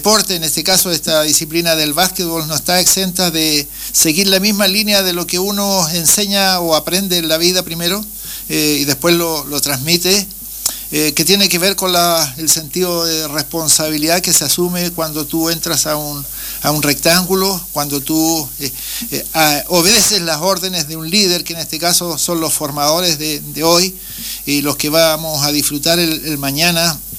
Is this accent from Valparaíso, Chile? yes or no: no; Puerto Aysén, Aysén, Chile; nos criamos juntos ahí en Puerto Aysén.